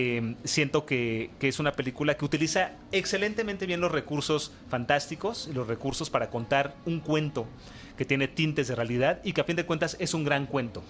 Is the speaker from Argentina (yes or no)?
no; Mexico